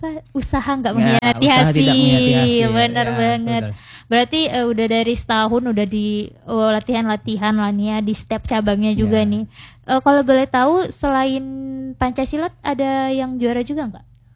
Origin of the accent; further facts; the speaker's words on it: Aceh, Indonesia; Oh, saya pribadi dari Aceh Singkil. Dari Aceh Singkil.